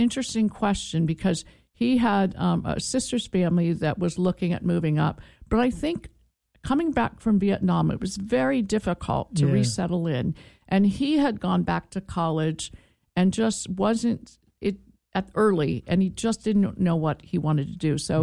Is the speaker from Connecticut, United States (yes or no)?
no; Canton, Ohio, United States; And I had friends from my hometown of Canton, Ohio.